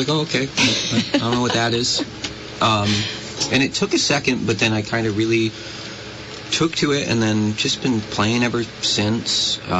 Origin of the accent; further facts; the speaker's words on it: Vermont, United States; discovered just being around Vermont. There's actually a pick or an open jam that used to happen in my hometown.